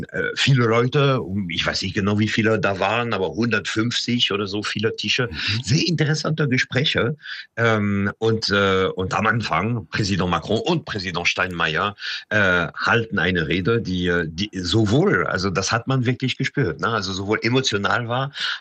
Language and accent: German; Paris, Île-de-France, France; moved away; ich bin als Kind in Paris geboren und aufgewachsen